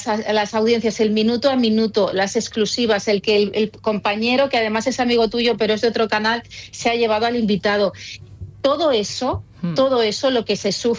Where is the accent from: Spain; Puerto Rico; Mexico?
Spain; Catalonia; now in Madrid, Spain; Mira, yo soy catalana